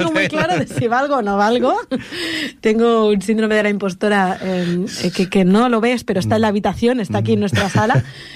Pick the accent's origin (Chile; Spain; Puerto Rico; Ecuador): Spain; Sant Cugat del Vallès, Catalonia; las librerías de mi pueblo, de San Cugat.